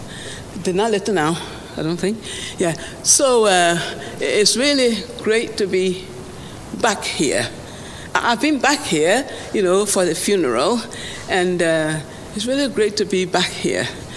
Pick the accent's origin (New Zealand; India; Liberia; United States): Liberia; moved away as an adult; now in Dewsbury, United Kingdom; I came from Liberia, West Africa, in 1972. I came to learn to be a nurse.